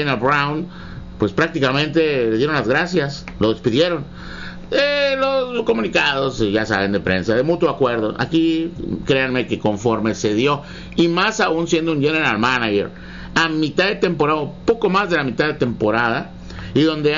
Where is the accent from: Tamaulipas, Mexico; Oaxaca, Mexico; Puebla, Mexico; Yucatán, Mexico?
Tamaulipas, Mexico; Ciudad Victoria; somos parte de una comunidad, como lo llamamos, de Exalab, los exalumnos lasallistas victorenses, tuvimos esta fortuna de educarnos, que nuestros padres nos llevaron a este colegio